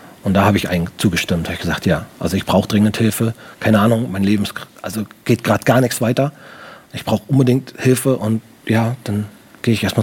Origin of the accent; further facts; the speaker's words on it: Germany; Das ist an der Ostsee, ich komme aus der Nähe von der Ostsee. Ich dachte, das ist auch an der Ostsee.